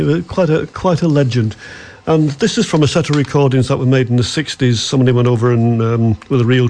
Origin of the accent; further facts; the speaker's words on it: County Donegal, Ireland; when I was growing up in Donegal at the time.